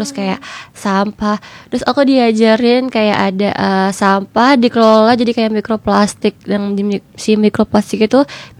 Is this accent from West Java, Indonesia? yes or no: yes; Indramayu, West Java, Indonesia; aku asalnya kan dari Cirebon, Indramayu.